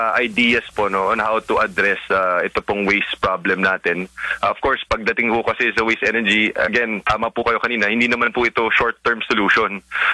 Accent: Cagayan Valley, Philippines; For example, na lang po sa amin sa Cagayan Valley.

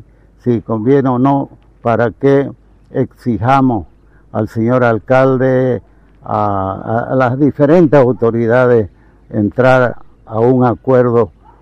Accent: Santa Cruz, Bolivia; now in El Palmar, Bolivia; tuvimos yeta, como decimos los cambas.

